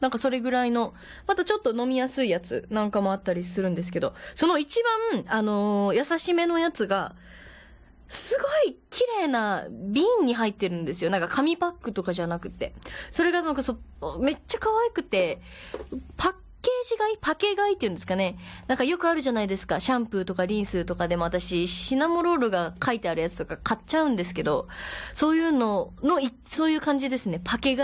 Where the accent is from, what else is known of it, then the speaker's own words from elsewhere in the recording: Miyazaki, Japan; now in Kanto, Japan; 宮崎県、私の地元ですけど